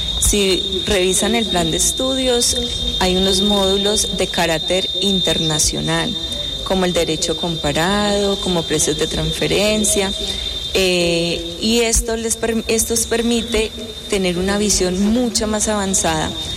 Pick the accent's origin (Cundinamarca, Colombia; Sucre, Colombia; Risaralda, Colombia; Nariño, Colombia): Risaralda, Colombia; Pereira